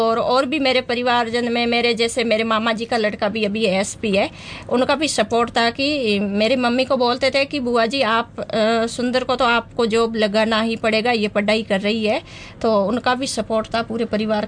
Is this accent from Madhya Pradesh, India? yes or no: no; Rajasthan, India; moved away as an adult; now in Mount Abu, India; मैंने 11th 12th Raniwara से की थी, तो हमारे गांव से रानीवाड़ा में